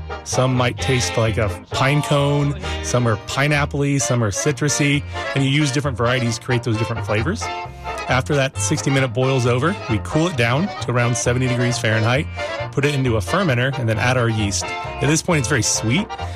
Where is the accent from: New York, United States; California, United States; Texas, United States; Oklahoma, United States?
Texas, United States; Houston; I'm from the Houston Heights